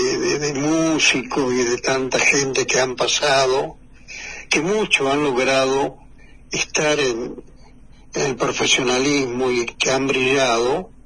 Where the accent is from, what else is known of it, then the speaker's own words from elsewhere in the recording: Curuzú Cuatiá, Corrientes, Argentina; born there; Yo recién venía saliendo del servicio militar y me llegué a mi pueblo.